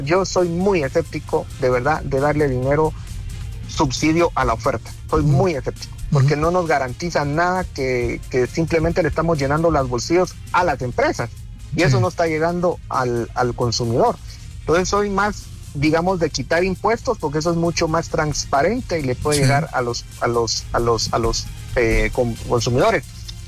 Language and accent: Spanish; Guatemala